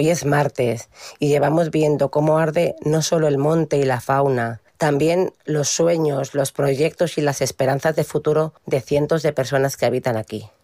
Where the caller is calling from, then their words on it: Castilla-La Mancha, Spain; habitante de la Sierra Norte de Guadalajara.